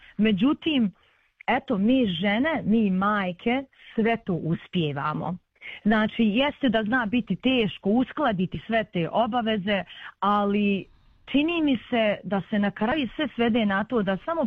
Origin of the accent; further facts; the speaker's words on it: Srebrenica, Republika Srpska, Bosnia & Herzegovina; pošto lično ja sam iz Srebrenice